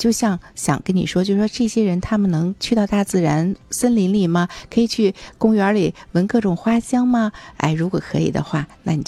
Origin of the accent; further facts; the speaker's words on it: China; 它才是我们中国人所追求的